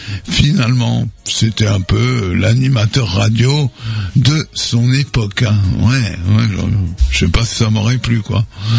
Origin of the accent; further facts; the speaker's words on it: France; chez nous, en France